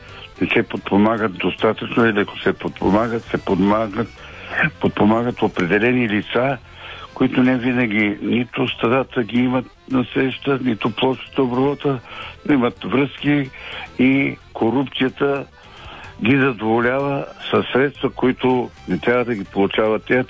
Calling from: Teteven, Lovech Province, Bulgaria; съм от Тетевен

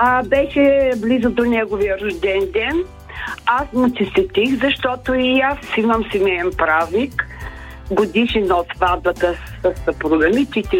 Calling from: Ruse, Ruse Province, Bulgaria

